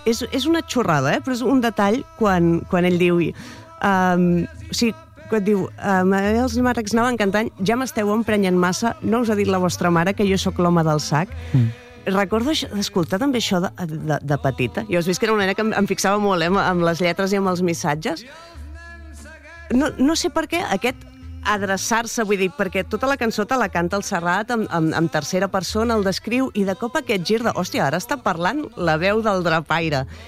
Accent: Mataró, Catalonia, Spain; Bueno, jo soc de Rocafonda, també, com en Lamine Yamal

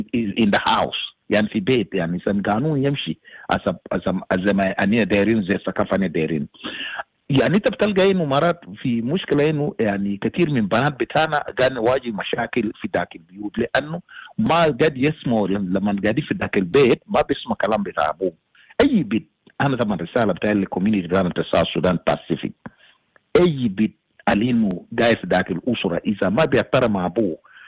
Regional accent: South Sudan; now in Australia; I'm from South Sudan as well.

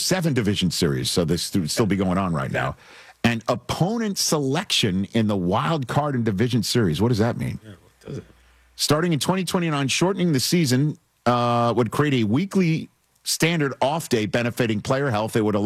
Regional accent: New York, United States

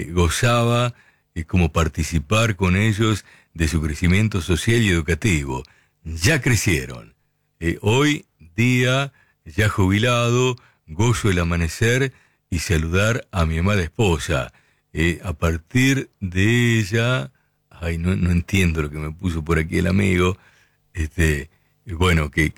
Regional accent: Lincoln, Buenos Aires Province, Argentina; moved away; mi ciudad de Lincoln o también en la ciudad de Necochea. Son ciudades que han crecido mucho, pero no se pierde la esencia del buen pueblo.

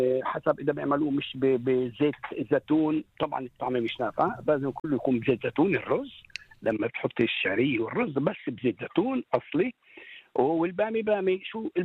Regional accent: Palestine; إني أنا أحكي عن جذوري وانتمائي الفلسطيني.

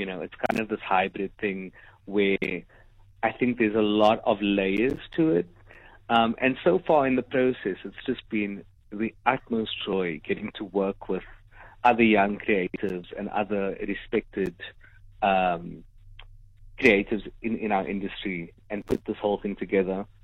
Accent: South Africa; not only as a South African, but just as somebody living in this time.

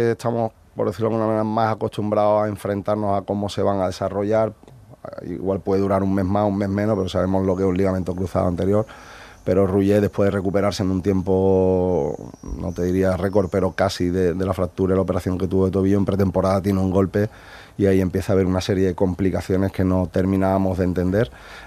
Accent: Cádiz, Andalusia, Spain; Yo también he sido muy de la opinión, porque también he sido canterano y soy gaditano

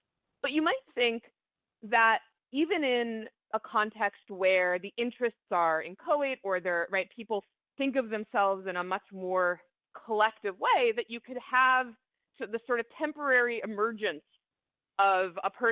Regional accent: United States; I grew up in the United States.

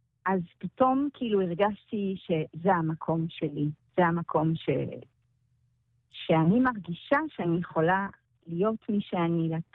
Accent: Lausanne, Vaud, Switzerland; Hebrew is a second language; moved away as an adult; now in Israel; אני גדלתי בשוויץ, הצרפתית, בלוזאן, כן.

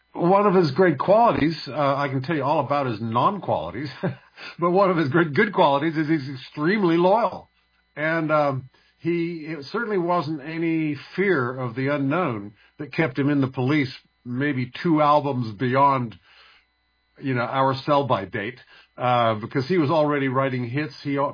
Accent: Beirut, Beirut Governorate, Lebanon; also born or lived in Virginia, United States / Cairo, Egypt; through growing up in Beirut, Lebanon, surrounded by Arabic culture and Arabic music, which I wasn't particularly paying attention to at the time. I was an American kid. I was born in Virginia.

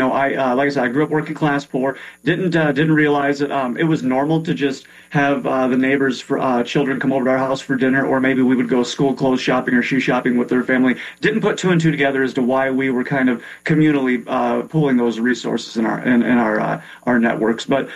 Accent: West Union, Iowa, United States; So I grew up in a small town, West Union, Iowa, only a couple thousand people. Grew up on what is arguably the poorest street in West Union, Linden Street.

